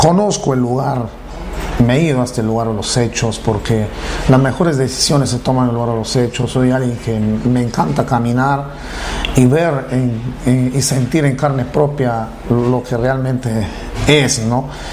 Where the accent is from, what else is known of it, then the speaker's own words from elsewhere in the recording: Shanao, San Martín, Peru; yo he sido 3 veces candidato en mi pueblo, que llamado Xanao, un pueblo pequeño, por cierto.